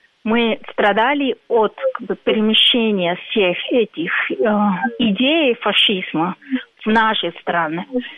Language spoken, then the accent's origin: Russian; Colombia; moved away; Я, поскольку из Колумбии